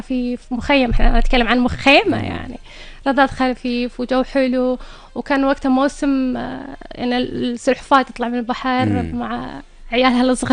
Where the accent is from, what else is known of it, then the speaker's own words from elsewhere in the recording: Kuwait; احنا كلنا الكويتيين